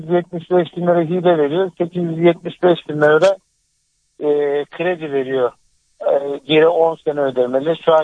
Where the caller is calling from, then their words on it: Istanbul, Turkey; Kartal'dayım. Kartal'dan arıyorum.